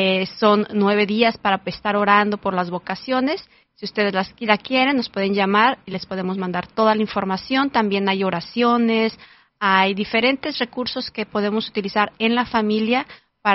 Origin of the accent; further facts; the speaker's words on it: Yahualica, Jalisco, Mexico; moved away; mi pueblo Yahualica, Jalisco, donde nuestro patrón es San Miguel Arcángel.